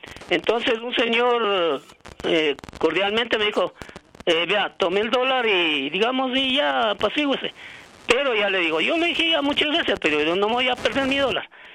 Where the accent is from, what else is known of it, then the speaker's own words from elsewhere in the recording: Quito, Pichincha, Ecuador; yo muy amablemente, educadamente, como somos los quiteños, yo le pedí el cambio.